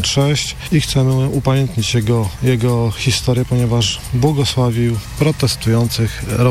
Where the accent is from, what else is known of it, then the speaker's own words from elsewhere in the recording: Radom, Masovian Voivodeship, Poland; godne miejsce u nas w Radomiu.